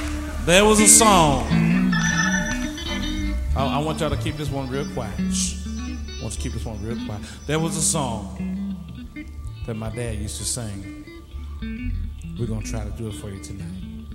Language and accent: English; San Francisco, California, United States; we was growing up in San Francisco.